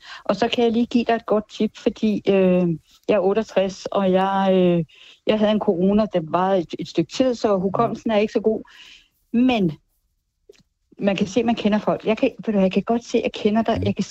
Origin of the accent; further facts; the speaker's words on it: Hundested, Capital Region of Denmark, Denmark; now in Hillerød, Denmark; jeg er født og opvokset i Hundested og Lynes. Ja. Og blev alene for 18 år siden, flyttet til Hillerød.